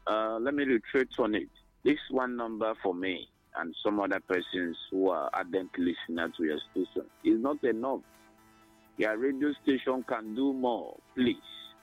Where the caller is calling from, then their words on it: Nigeria; I'm calling from Babinimbo. Babinimbo is in Ozowani local government.